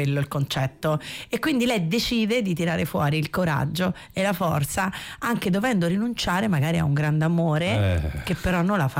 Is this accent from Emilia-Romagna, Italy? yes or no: no; Rome, Lazio, Italy; no, sono di Roma, però mi adatto facilmente.